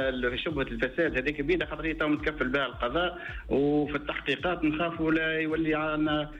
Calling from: Tunisia; أنا مواطن تونسي ومهندس رئيس ورئيس إدارة محلية تابعة لمندوبية الفلاحة بالمنستير.

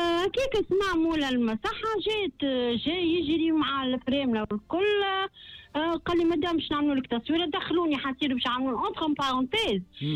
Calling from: Tunisia; انا مواطنه تونسيه

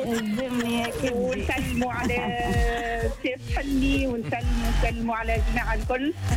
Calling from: Kalâa Seghira, Sousse Governorate, Tunisia; من قلعة الصغر.

